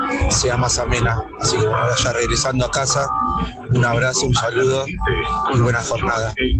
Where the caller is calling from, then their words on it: Berazategui, Buenos Aires Province, Argentina; de Berazategui.